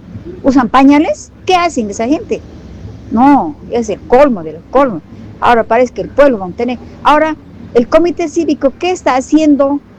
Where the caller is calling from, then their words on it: Tolomosa, Tarija, Bolivia; yo vengo del campo, vengo de Tolomosa, tengo mi familia allá.